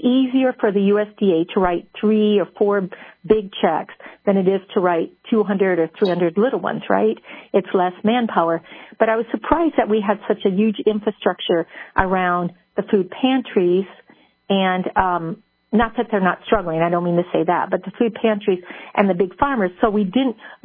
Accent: Allegan County, Michigan, United States; moved away as an adult; I grew up as a farm kid in Allegan County

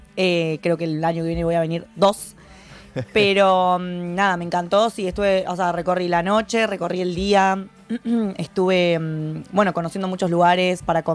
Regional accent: La Plata, Buenos Aires Province, Argentina; now in Madrid, Spain

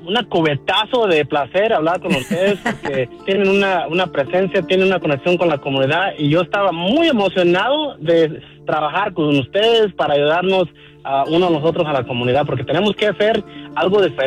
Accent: Nayarit, Mexico; also born or lived in Tepic; Mira, chicas, yo vine, nací en Nayarit, ¿ok? Yo nací en Tepic, pero yo crecí en un rancho que es un paraíso, que si yo volviera a nacer tres veces me regreso para atrás.

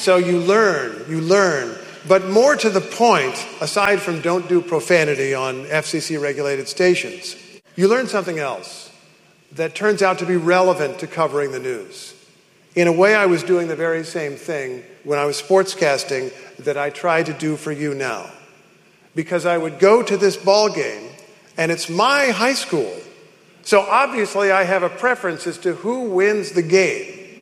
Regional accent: Carmel, Indiana, United States; moved away as an adult; also born or lived in Kentucky; I'm originally from Indiana, from Carmel, a suburb of Indianapolis

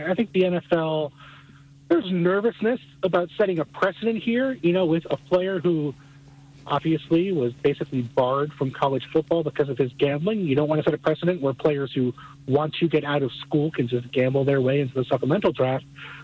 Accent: New York City, New York, United States; Growing up in New York City, you don't have a lot of access to golf courses in Queens.

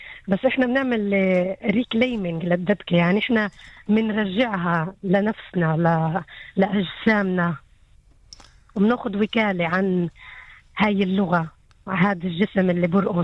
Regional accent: Palestine; إحنا كرقصات عربيات فلسطينيات

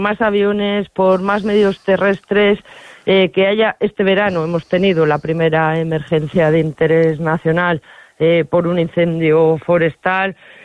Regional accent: Berlanga de Duero, Castile and León, Spain; now in Madrid, Spain; en mi pueblo, en Berlanga de Duero

